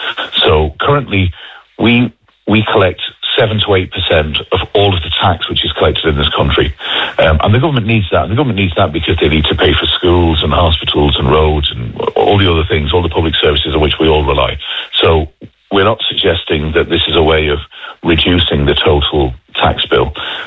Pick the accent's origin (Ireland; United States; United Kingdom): Ireland; Munster; despite my funny accent, North Cork is home to me. And my mother lives in North Cork.